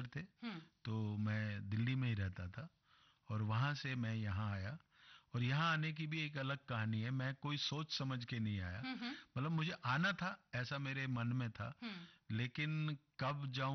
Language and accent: Hindi; Haryana, India; रहता था पलवल के पास, मेरा गांव है।